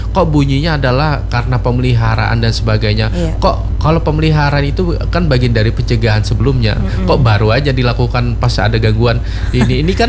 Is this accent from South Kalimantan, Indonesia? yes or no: yes; South Kalimantan, Indonesia; Tapi kita orang khususnya orang kita Banjar duduk bersama lah.